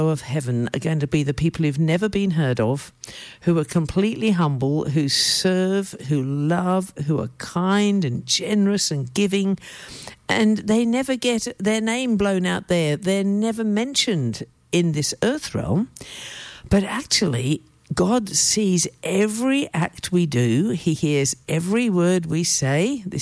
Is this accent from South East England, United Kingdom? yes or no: yes; South East England, United Kingdom; I grew up in England. I'm a country bumpkin from the back. The back blocks of Oxfordshire, and we had a bus that came two times a week.